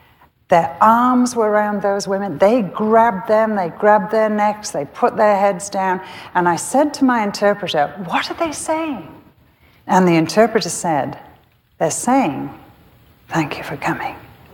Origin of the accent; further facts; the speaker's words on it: England, United Kingdom; I'm a very private person, I'm English, I don't want to intrude on people's privacy.